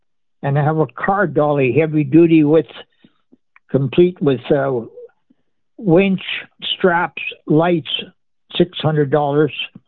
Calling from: Rosser, Manitoba, Canada; Rosser area

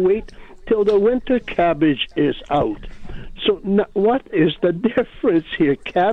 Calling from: Winnipeg, Manitoba, Canada; I'm calling from Winnipeg.

